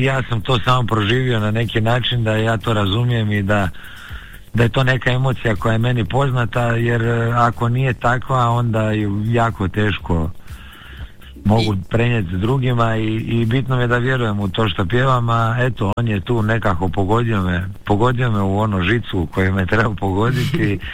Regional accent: Croatia; samo što malo kod nas u Hrvatskoj je malo teže s dozvolama, malo se teže dobijaju dozvole

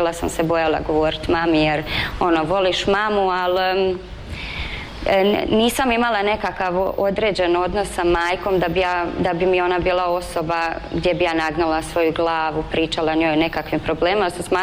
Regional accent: Slavonski Brod, Brod-Posavina County, Croatia; born there; also born or lived in Slobodnica; kod nas u Slavonskom Brodu

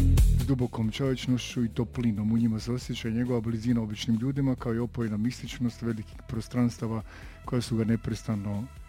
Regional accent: Netherlands; Odrastao sam u Nizozemskoj i pamtim obiteljska putovanja autom na relaciji Rotterdam-Pula.

